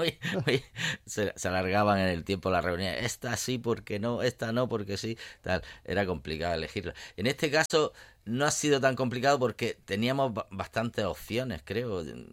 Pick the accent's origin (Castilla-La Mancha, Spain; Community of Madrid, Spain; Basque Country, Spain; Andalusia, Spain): Andalusia, Spain; siendo andaluces